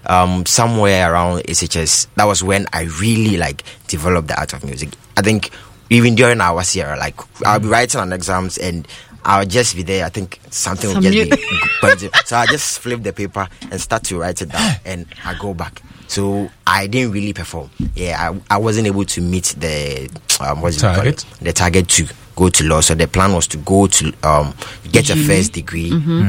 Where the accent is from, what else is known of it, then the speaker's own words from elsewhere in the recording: Bupe, Savannah Region, Ghana; So, I'm from Bupe, which is the central Gonja district, or Savannah region.